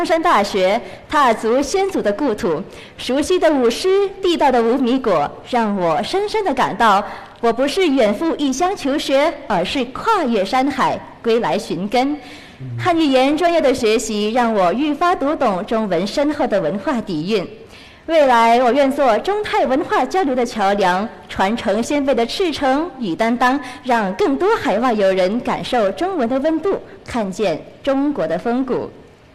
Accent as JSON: {"language": "Chinese", "country": "Thailand", "moved": "as an adult", "lives_now": "Guangzhou, China", "said": "我刚才在用潮汕话和大家打招呼。对，"}